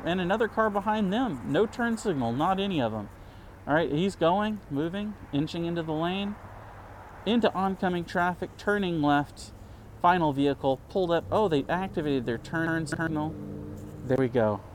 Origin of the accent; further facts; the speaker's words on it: Texas, United States; Growing up in the South, or in Texas, which is kind of South, it's got a mixed identity.